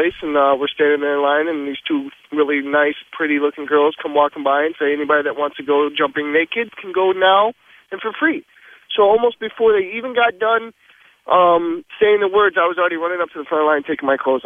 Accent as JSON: {"language": "English", "region": "Michigan", "country": "United States", "said": "from Michigan."}